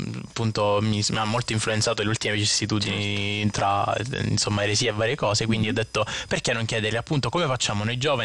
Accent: Paternò, Sicily, Italy; vengo da Paternò

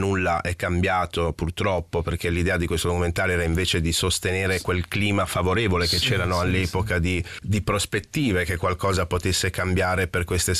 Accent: Bologna, Emilia-Romagna, Italy; moved away; also born or lived in Ferrara / Rome; E io sono nato in Italia, a Bologna negli anni 70, poi sono cresciuto tra Bologna e Ferrara e dopo ho continuato il mio percorso anche a Roma per qualche anno. E sono nato in una famiglia mista, mia mamma italiana, mio papà ghanese

